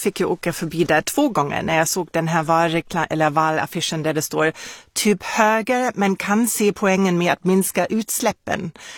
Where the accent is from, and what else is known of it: Germany; moved away